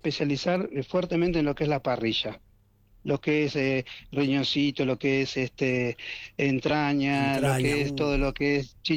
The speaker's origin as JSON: {"language": "Spanish", "country": "Argentina", "said": "Porque creo en mi Argentina, Marcelo, porque soy argentino, porque me emociona ver a mi bandera"}